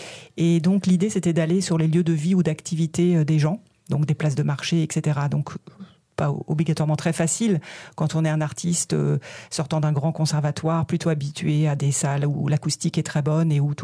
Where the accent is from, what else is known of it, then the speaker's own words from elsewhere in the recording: Normandy, France; je suis normande moi-même